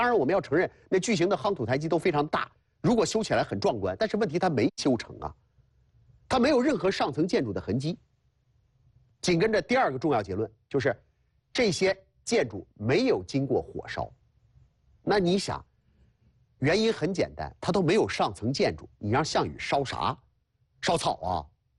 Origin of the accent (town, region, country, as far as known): China